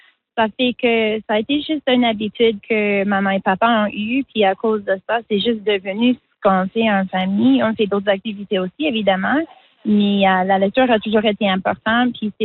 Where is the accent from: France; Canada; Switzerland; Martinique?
Canada; Newfoundland and Labrador; French is a second language; J'ai appris le français en école. J'étais élève d'immersion tardive à Terre-Neuve, où j'ai grandi.